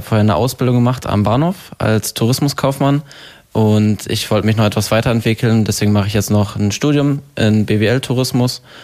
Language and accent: German; Brandenburg, Germany; ich bin 22, bin jetzt dann dementsprechend seit 22 Jahren hier im Spreewald